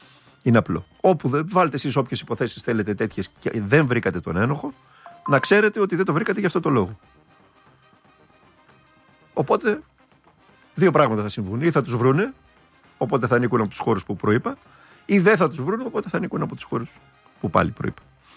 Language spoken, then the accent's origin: Greek; Thessaloniki, Central Macedonia, Greece; γιατί όπως ξέρεις είμαι Θεσσαλονικιός. Με τη Σαλούγκα έχω ιδιαίτερες σχέσεις.